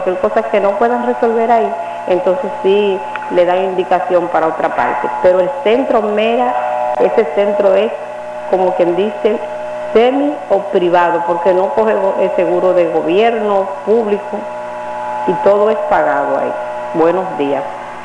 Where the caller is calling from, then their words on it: Baní, Peravia, Dominican Republic; Yo soy de aquí de los Barrancones.